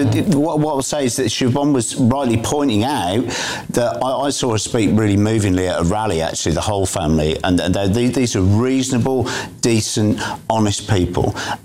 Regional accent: West Midlands, United Kingdom; Look, you know, I grew up around the Midlands, you know, I'm a big West Brom fan, Walsall's in the Black Country

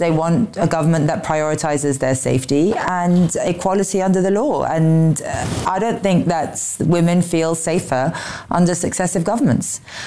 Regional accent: London, United Kingdom; I'm a prosecutor, I'm a Londoner, and I was picked as a mayor candidate.

